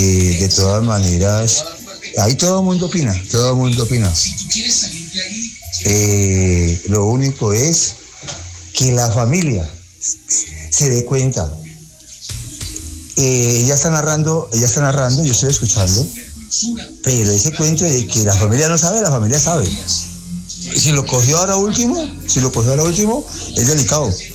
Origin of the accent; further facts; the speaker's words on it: Cali, Valle del Cauca, Colombia; de Cali para el Mundo, para avergonzar los sabios.